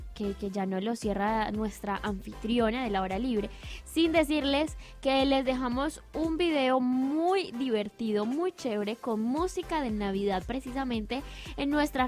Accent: Colombia; esa lucecita que nos une como colombianos

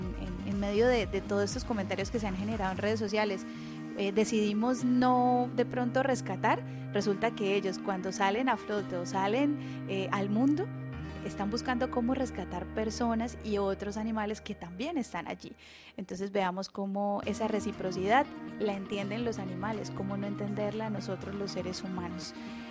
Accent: Colombia; de nuestras personas que hacen parte de este país tan hermoso como lo es Colombia

